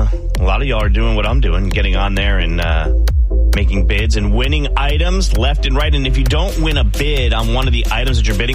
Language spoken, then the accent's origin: English; New Jersey, United States; where I grew up in New Jersey